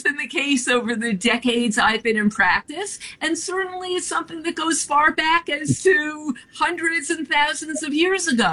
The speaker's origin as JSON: {"language": "English", "region": "New York", "country": "United States", "tie": "born or raised there", "said": "I grew up in New York."}